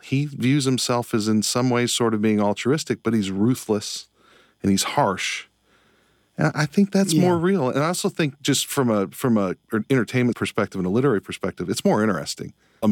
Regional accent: Michigan, United States; born or raised there; moved away as an adult; now in Kentucky, United States

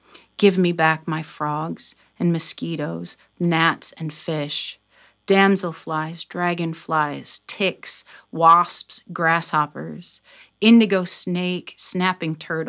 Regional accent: Toledo, Ohio, United States; I'm from Toledo, Ohio, where the Great Black Swamp was.

